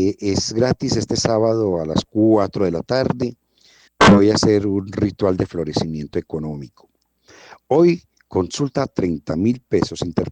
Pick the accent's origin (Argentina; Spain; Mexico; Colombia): Colombia; Antioquia; Vamos a sacar todas esas montañeradas que tenemos como paisas